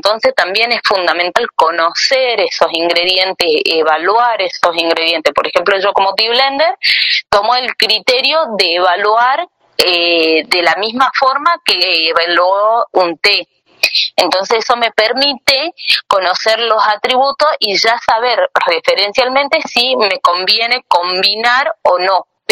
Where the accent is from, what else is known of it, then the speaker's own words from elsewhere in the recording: Tucumán, Argentina; Yo soy tucumana